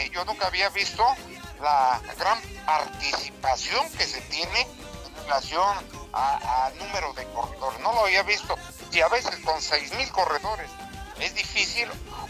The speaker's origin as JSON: {"language": "Spanish", "town": "Tlaxiaco", "region": "Oaxaca", "country": "Mexico", "moved": "yes", "said": "muchos tlaxiaqueños estaremos presentes allá aplaudiéndoles, y cómo no, diciendo, soy de Tlaxiaco, que es lo más importante para todos los que salimos de nuestra tierra y que radicamos ya en otro lugar, Héctor."}